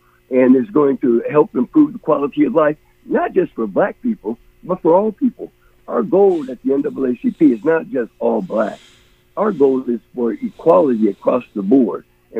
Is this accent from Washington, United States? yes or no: yes; Seattle, Washington, United States; I was born and raised in Seattle. I'm a projects kid coming out of High Point.